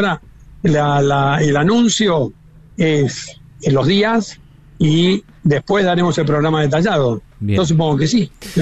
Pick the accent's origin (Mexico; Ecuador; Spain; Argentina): Argentina; now in Rome, Italy; Nosotros en la Iglesia Argentina somos curas argentinos